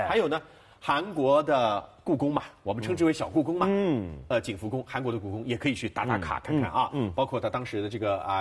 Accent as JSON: {"language": "Chinese", "region": "Shanghai", "country": "China", "said": "我们上海人以前住的是石库门的房子，"}